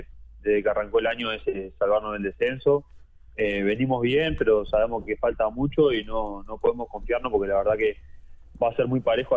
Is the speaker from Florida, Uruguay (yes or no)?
yes; Mendoza Chico, Florida, Uruguay; moved away; also born or lived in Montevideo; Y yo nací, Mendoza Chico